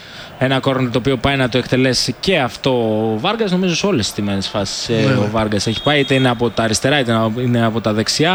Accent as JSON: {"language": "Greek", "country": "Greece", "said": "είναι εκεί κοντά στα μέρη μου. Το Μεγανήσι."}